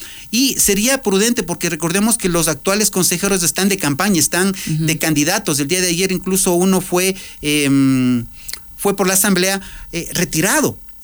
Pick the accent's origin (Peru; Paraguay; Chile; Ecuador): Ecuador; nosotros como ecuatorianos